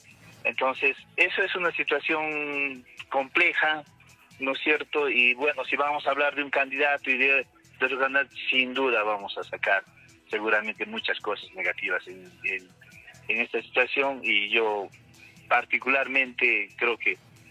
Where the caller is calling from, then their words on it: San Jerónimo, Cusco, Peru; yo soy cusqueño, jeronimiano